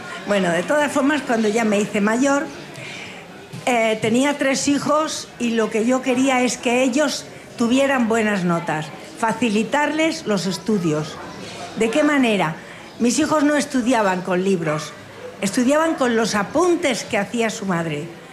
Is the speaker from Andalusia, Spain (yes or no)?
yes; Granada, Andalusia, Spain; Yo soy granadina y tal.